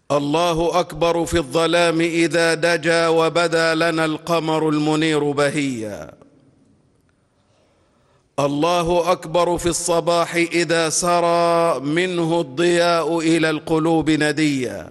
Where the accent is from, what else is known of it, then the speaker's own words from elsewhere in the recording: Egypt; اللهم احفظ بلدنا مصر